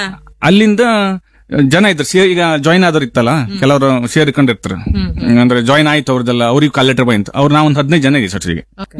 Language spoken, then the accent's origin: Kannada; Karnataka, India; ನಾವು ಈ ಕನ್ನಡದವ್ರು ಸ್ವಲ್ಪ ಮಾತಾಡ್ತಾರೆ ಹಿಂದಿ